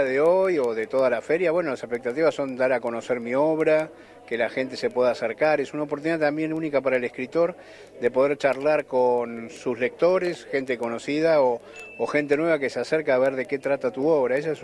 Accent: Puerto Santa Cruz, Santa Cruz, Argentina; Yo vengo de Puerto Santa Cruz

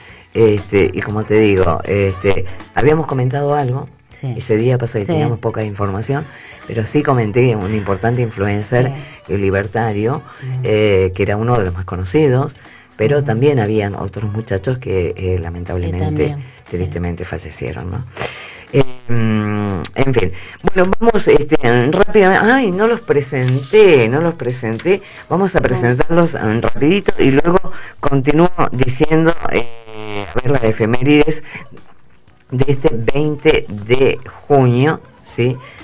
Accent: Argentina; soy la única argentina en todo el barrio

